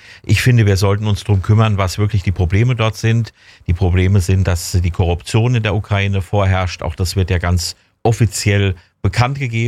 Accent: Germany

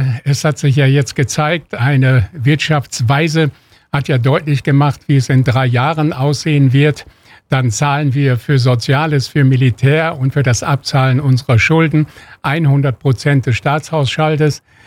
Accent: Gronau, North Rhine-Westphalia, Germany; now in Berlin, Germany; Ich komme auch aus Nordrhein-Westfalen an der holländischen Grenze aus Gronau.

